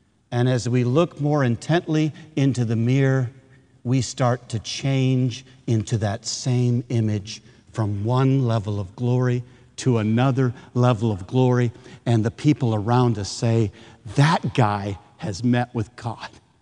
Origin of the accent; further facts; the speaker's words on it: Michigan, United States; And then I'm thinking to myself, I'm from Michigan. I don't remember putting sunscreen on.